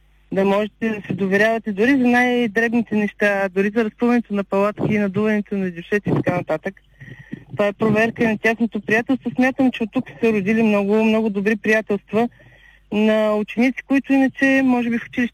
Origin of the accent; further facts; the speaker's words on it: Plovdiv, Plovdiv Province, Bulgaria; И единствените участници от Пловдив сме ние, хуманитарната гимназия и нашата група.